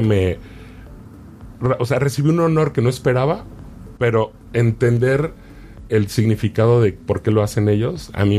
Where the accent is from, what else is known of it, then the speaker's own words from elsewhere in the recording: Puebla, Mexico; also born or lived in Mexico City; now in Riviera Maya, Mexico; Yo nací en Ciudad de México, crecí en Puebla y llevo 5 años en Riviera Maya siendo base.